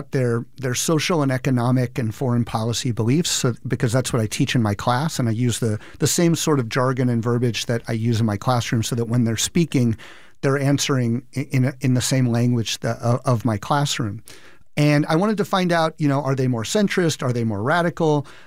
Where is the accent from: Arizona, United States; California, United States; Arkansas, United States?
Arizona, United States; Tucson; look, I'm a teacher from Tucson, Arizona. I teach government and politics.